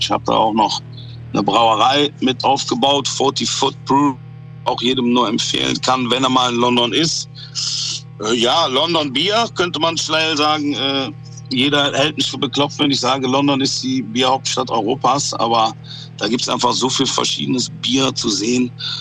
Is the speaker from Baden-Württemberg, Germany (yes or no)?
no; Cologne, North Rhine-Westphalia, Germany; Das sieht man so bei uns in Kölle, weil, wie man hören kann, komme ich aus Kolonia.